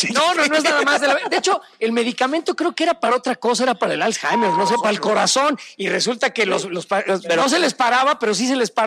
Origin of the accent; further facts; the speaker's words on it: Mexico City, Mexico; Yo soy del Pedregal de San Ángel, tengo profundas raíces populares, güey.